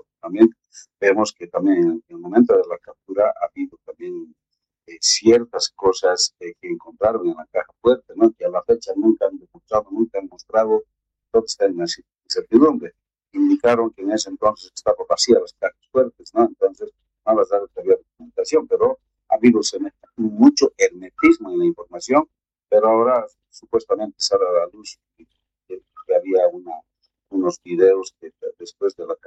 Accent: Bolivia; simplemente nosotros como bolivianos, como una organización sindical, siempre exigimos y pedimos que se respete la soberanía nacional, ¿no?

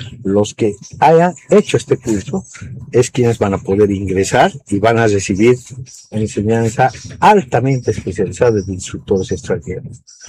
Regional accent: Bolivia

